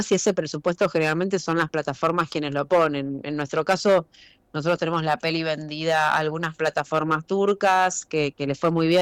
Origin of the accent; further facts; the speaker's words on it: Buenos Aires, Argentina; Soy porteña, pero tengo una casita en el Rincón